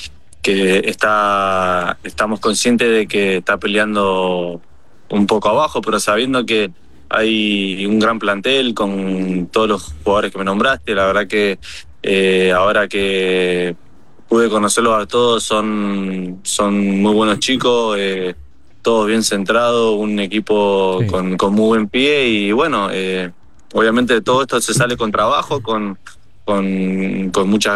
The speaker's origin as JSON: {"language": "Spanish", "region": "Mendoza", "country": "Argentina", "said": "Yo soy mendocino, entonces estoy cerca"}